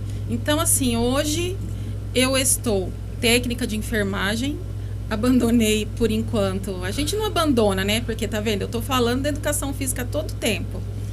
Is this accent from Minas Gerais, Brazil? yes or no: yes; Uberlândia, Minas Gerais, Brazil; moved away; quando eu me mudei para cá, porque eu não sou daqui, eu sou de Uberlândia.